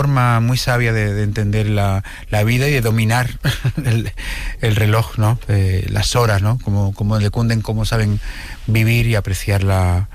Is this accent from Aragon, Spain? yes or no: no; Barcelona, Catalonia, Spain; now in Madrid, Spain; ciudades, y yo soy de Barcelona, o incluso aquí ahora en Madrid, la vida es rapidísima